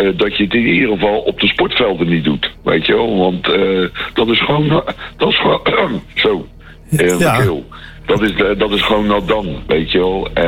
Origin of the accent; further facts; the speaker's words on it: Schiedam, South Holland, Netherlands; ik ben geboren in Schiedam.